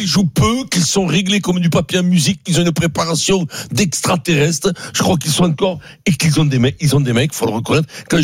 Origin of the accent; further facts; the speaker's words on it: France; Je dis pas ça parce qu'on est français, parce que tu vois, on a eu des générations.